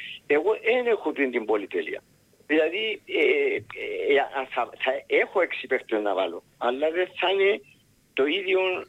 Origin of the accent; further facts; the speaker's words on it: Limassol, Limassol District, Cyprus; είμαι από τη Λεμεσό.